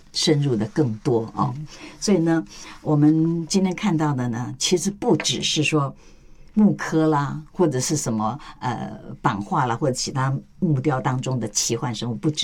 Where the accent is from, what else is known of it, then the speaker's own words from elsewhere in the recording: Taiwan; 是就不能像我们台湾人说啊，边行边看啦。